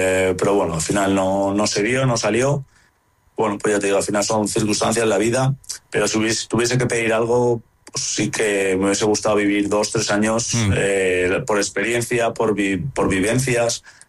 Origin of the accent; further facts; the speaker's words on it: Spain; me considero parte de ello, o sea, como español que me siento, creo que tenemos una selección magnífica